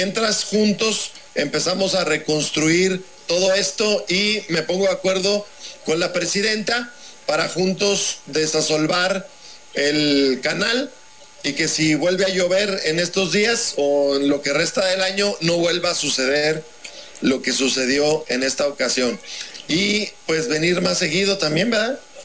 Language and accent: Spanish; San Juan del Río, Mexico; yo soy de pueblo también, soy de San Juan del Río